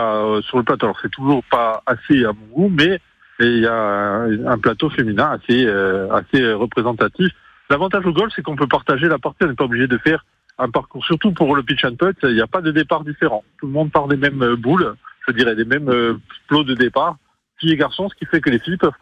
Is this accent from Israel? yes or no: no; Corsica, France